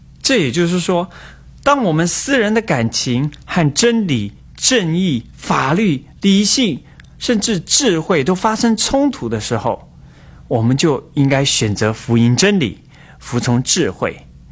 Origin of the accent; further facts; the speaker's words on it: China; 我们中国人也是亚当和诺亚的后代